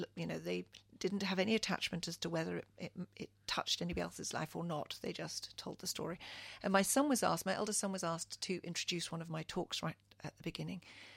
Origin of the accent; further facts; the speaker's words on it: Kenya; now in United Kingdom; I come from a third world country. I was born in Kenya, East Africa, of two parents who were born in Kenya and Uganda. So I'm second generation born there. We were forcibly repatriated and fortunately have, you know, found a beautiful home here in the UK.